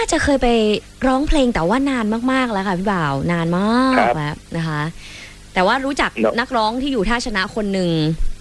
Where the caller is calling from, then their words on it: Chiang Mai, Thailand; อยู่เชียงใหม่ค่ะพี่บ่าว